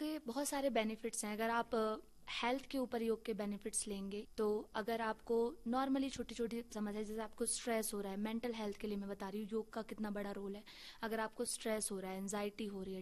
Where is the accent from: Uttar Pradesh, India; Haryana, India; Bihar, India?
Uttar Pradesh, India; Agra; now in Kargil, India; मैं आगरा उत्तर प्रदेश से आती हूँ